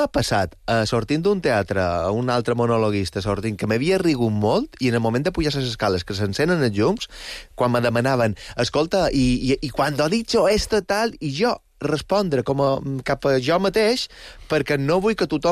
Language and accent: Catalan; Balearic Islands, Spain; Veus, com a mallorquí, és l'únic que no vull.